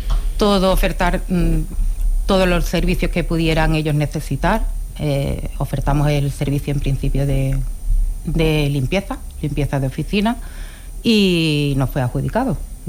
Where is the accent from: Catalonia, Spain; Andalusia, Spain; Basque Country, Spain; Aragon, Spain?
Andalusia, Spain; Seville; born there; also born or lived in Aznalcóllar; Nací en Aznalcóllar, lo que pasa es que me fui con un añito, nos vinimos a vivir a Triana.